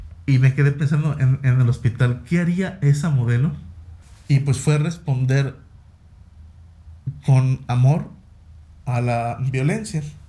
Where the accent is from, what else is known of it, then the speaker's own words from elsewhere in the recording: Mexico; moved away as an adult; now in Prague, Czech Republic; yo soy mexicano, pero toda la infraestructura, invitados y donde lo produzco, pues es en Praga